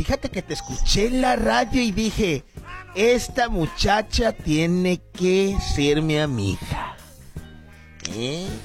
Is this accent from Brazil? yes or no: no; Badiraguato, Sinaloa, Mexico; Badiraguato, yo soy de Badiraguato.